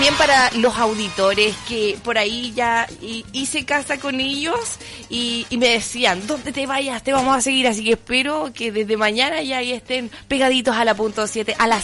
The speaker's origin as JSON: {"language": "Spanish", "area": "Chiloé", "region": "Los Lagos", "country": "Chile", "also_born_or_lived": "Osorno", "said": "yo soy bien pechoña, soy de Chiloé, entonces me gusta rezar en la mañana."}